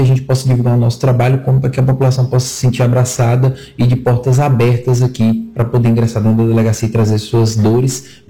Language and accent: Portuguese; Ceará, Brazil; moved away as an adult; eu sou do Ceará.